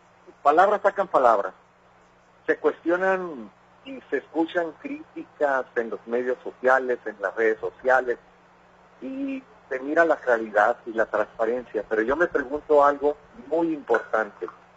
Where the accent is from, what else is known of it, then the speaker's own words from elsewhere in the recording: Mexico; nos preocupa como mexicanos.